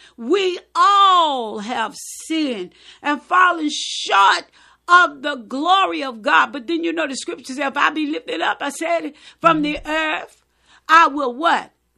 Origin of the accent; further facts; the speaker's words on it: United States; I grew up in Camp Grove